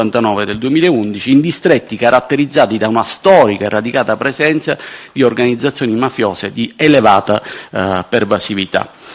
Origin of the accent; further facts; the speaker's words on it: Catania, Sicily, Italy; essendo catanese anch'io